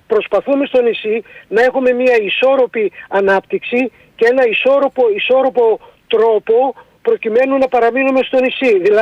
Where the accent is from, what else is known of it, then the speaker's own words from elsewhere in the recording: Greece; Εγώ είμαι ντόπιος. Εδώ είναι τα κόκαλα των προγόνων μας, εδώ ζούμε εμείς, τα παιδιά μας, εδώ θα αφήσουμε τα δικά μας κόκαλα.